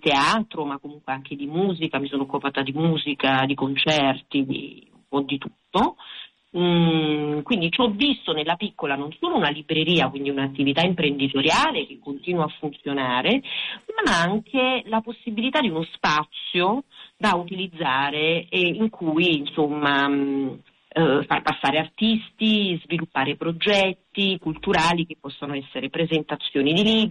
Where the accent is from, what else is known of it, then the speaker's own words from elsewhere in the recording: Pompei, Campania, Italy; moved away as an adult; also born or lived in Rome; now in Barcelona, Spain; Io sono originaria di Pompei, in provincia di Napoli.